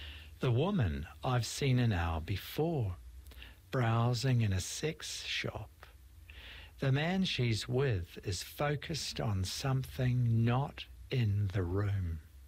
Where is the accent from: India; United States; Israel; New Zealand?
New Zealand; I'm a Kiwi, all the way from Texas.